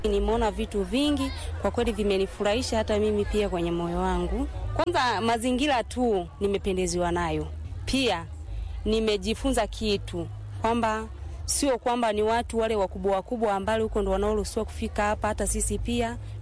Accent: Mara, Tanzania; born there; ni mzaliwa wa Mkoma.

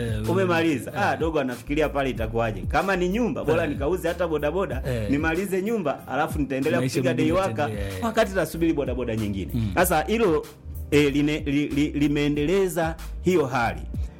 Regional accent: Kitwiru, Iringa, Tanzania; ukianzia kule kwetu Kitwiru, ukija Ruaha, ukienda huko Kihesa, kuna Mafifi

